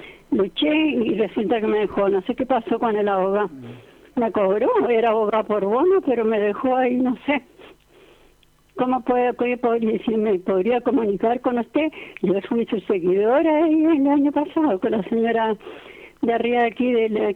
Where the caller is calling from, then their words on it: Viña del Mar, Valparaíso, Chile; vivo en Recreo.